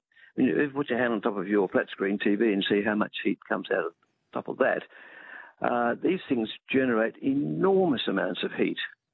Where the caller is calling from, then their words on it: Tasmania, Australia; I am. Yes.